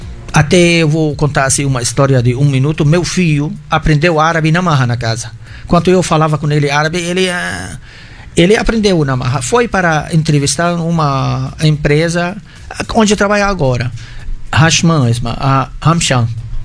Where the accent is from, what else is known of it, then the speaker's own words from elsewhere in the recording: Byblos, Keserwan-Jbeil, Lebanon; Portuguese is a second language; moved away as an adult; now in Mossoró, Brazil; nós somos de Biblos. Biblos é o berço dos fenícios. Então, está no sangue.